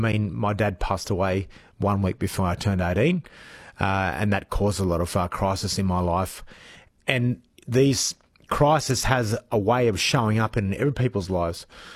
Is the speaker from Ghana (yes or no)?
no; Coonamble, New South Wales, Australia; born there; because I was born in Canamble, there was the emotional side